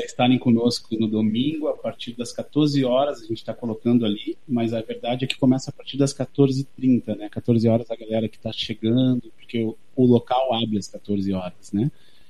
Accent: Rio Grande do Sul, Brazil; nós somos aqui do Sul

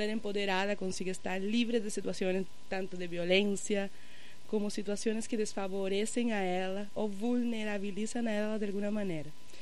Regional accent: Venezuela; now in Brazil; eu sou da Venezuela

